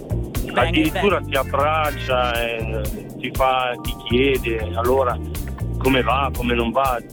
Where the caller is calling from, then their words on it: Legnano, Lombardy, Italy; Sono di Legnano